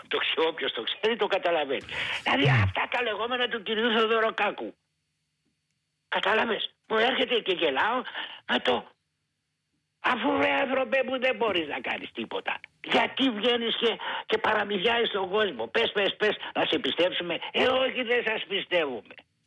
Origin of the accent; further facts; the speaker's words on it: Greece; Εγώ είμαι Έλληνας φορολογουμένος και πληρώνω την ΕΡΤ.